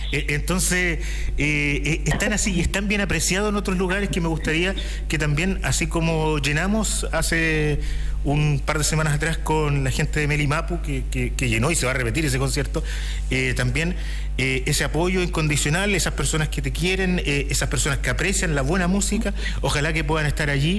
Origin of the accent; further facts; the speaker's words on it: Angol, Araucanía, Chile; decir con orgullo, son de mi tierra, son de Angol.